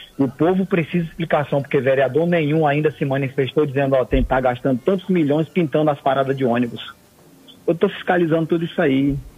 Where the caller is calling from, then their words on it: Boa Vista, Roraima, Brazil; Tô falando aqui do Pintolândia.